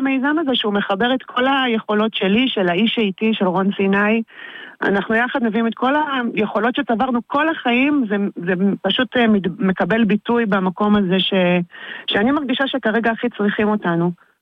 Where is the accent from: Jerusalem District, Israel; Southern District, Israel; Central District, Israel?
Jerusalem District, Israel; Jerusalem; now in Northern Israel; אנחנו במקור ירושלמים, מירושלים, וב-20 שנה האחרונות גרנו בצפון ים המלח, במושב ורד יריחו.